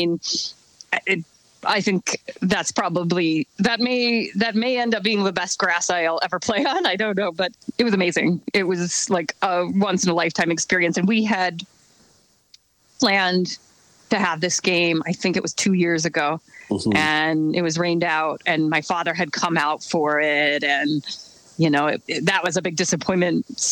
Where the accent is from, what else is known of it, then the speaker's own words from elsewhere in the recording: Wisconsin, United States; moved away as an adult; now in Boston, United States; I lived in Boston for 20 years now. I'm originally from Wisconsin